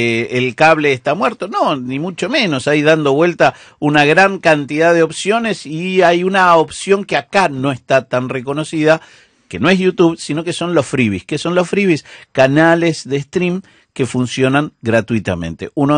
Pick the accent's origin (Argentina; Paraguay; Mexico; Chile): Argentina; somos argentinos